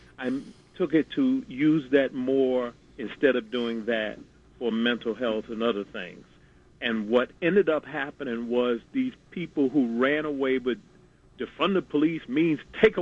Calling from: New York City, New York, United States

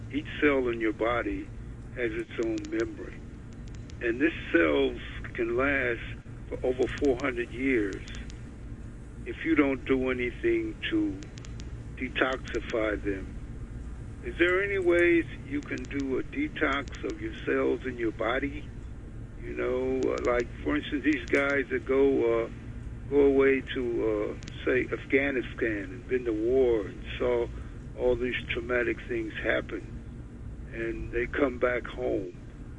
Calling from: New York, United States; Hi. I'm calling from Brooklyn.

